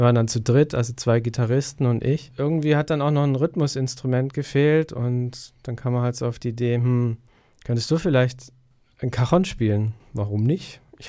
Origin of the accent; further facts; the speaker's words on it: Baden-Württemberg, Germany; Ich komme aus Haupt am Neckar und ist in der Nähe von Stuttgart und das sind so ungefähr 800 Kilometer von hier.